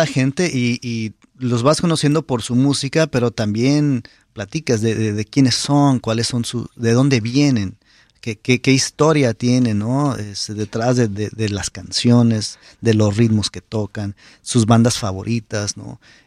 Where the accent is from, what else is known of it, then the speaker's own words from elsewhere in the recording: San Luis Potosí, Mexico; Igual cuando creciendo en San Luis Potosí, también mi papá tuvo la oportunidad de presentar a varios grupos, ¿no?